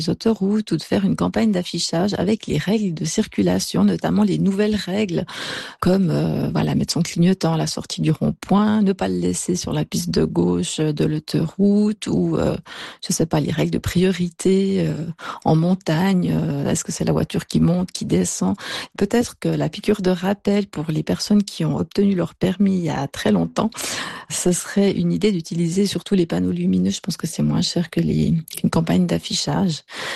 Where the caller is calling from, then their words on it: Chardonne, Vaud, Switzerland; de Chardonne.